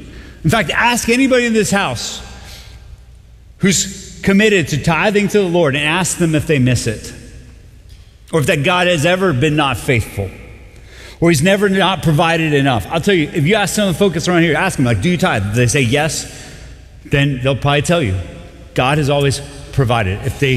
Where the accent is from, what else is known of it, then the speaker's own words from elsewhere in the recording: Colombia; moved away; Growing up in Colombia, that's kind of a real thing.